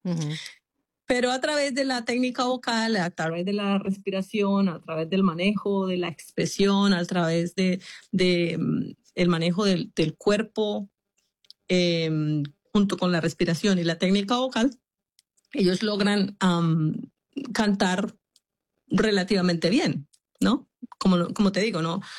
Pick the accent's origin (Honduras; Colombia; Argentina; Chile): Colombia; Yo soy de Colombia.